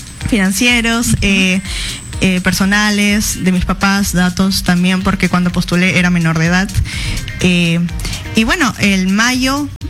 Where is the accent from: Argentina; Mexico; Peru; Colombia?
Peru; Peruanos, somos muchas chicas